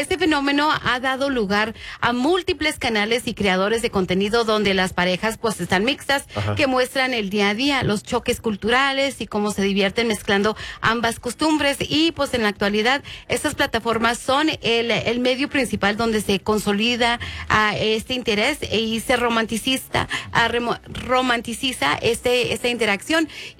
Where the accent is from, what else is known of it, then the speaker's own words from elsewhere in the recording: Mexico; Y nosotras las mujeres, uh-huh, que somos mexicanas, estamos acostumbrados a esa cultura.